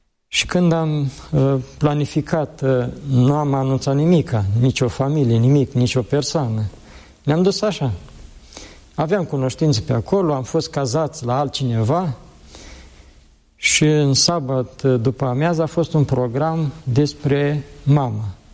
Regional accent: Moldavia, Romania; Și eram din Moldova și Moldova e renumită în ce privește prepararea bucatelor.

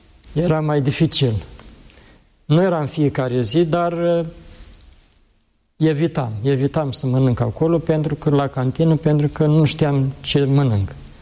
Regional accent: Moldavia, Romania; Și eram din Moldova și Moldova e renumită în ce privește prepararea bucatelor.

